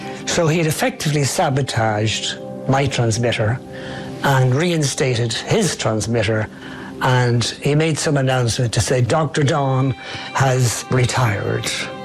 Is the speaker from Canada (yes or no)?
no; Dublin, Leinster, Ireland; I wasn't a tough guy, but I was from Ballyfermot, so I could pretend to be tough.